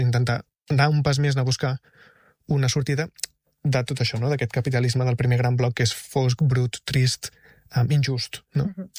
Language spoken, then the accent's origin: Catalan; El Masnou, Catalonia, Spain; born there; al meu poble, que és Masnou